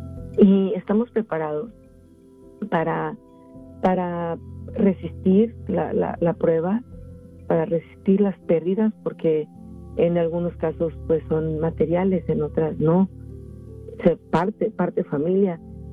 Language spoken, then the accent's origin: Spanish; Mexico City, Mexico; now in United States; yo vengo de la Ciudad de México, así que también es igual allá.